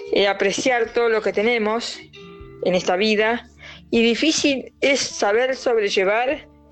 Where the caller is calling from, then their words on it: Beruti, Buenos Aires Province, Argentina; de Beruti, en un pueblito de la provincia de Buenos Aires, que pertenecemos al partido Trenquelauquen.